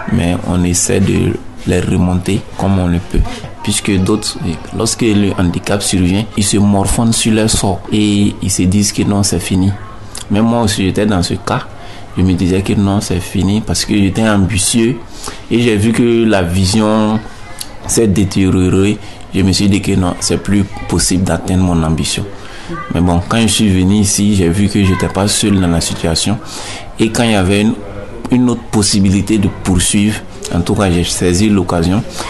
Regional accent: Burkina Faso

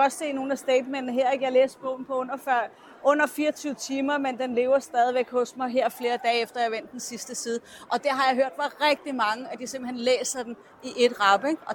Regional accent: Copenhagen, Capital Region of Denmark, Denmark; Jeg er fra Vesterbro.

